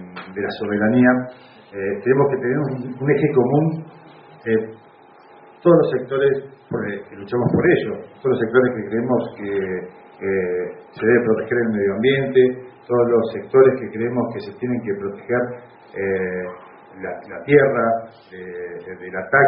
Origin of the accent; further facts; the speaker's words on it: Cinco Saltos, Río Negro, Argentina; Yo que soy acá de Cinco Saltos